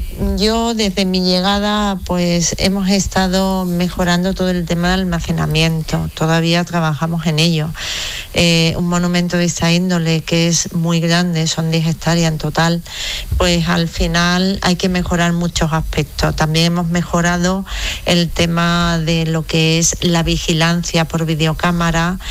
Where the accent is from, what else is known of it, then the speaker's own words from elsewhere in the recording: Seville, Andalusia, Spain; es un monumento para sentirse orgulloso como sevillano y sevillana